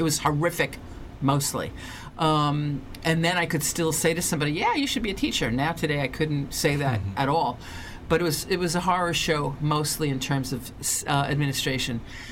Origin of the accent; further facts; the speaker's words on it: New York City, New York, United States; I grew up in New York City